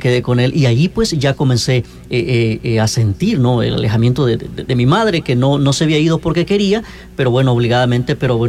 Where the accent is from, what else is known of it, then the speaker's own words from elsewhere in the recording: El Salvador; Yo vengo de un país muy bonito, El Salvador, Centroamérica.